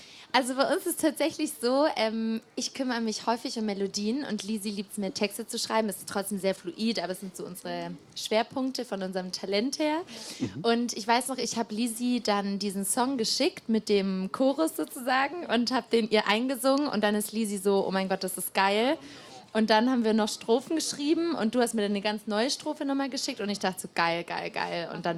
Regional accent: Tübingen, Baden-Württemberg, Germany; Wir kommen hier aus Tübingen, sind beste Freundinnen seit 18 Jahren.

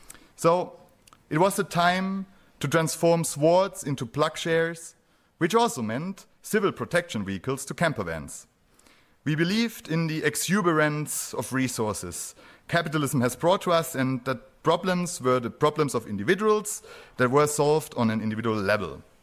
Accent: Reutlingen, Baden-Württemberg, Germany; born or raised there; English is a second language

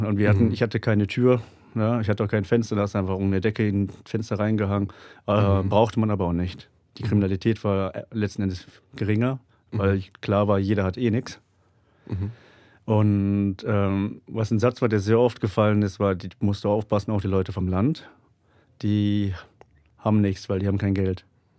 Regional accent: Sucre, Chuquisaca, Bolivia; now in Germany; Ich wusste, ich komme ungefähr aus Sucre, aber den Leuten vor Ort hat es dann irgendwann nicht mehr gereicht.

